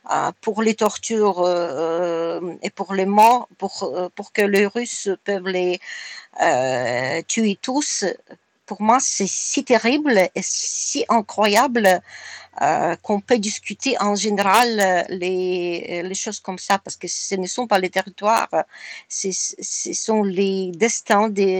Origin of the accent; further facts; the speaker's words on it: Kramatorsk, Donetsk Oblast, Ukraine; French is a second language; now in Kyiv, Ukraine; moi je suis de Donbass, et je suis de Kramatorsk, c'est cette ville...